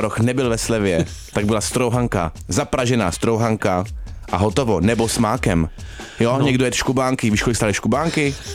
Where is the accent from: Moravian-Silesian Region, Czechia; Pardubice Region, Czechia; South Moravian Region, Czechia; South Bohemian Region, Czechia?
Moravian-Silesian Region, Czechia; Ostrava; Promiň, tak já jsem z Ostravy, my jsme neměli moc peněz.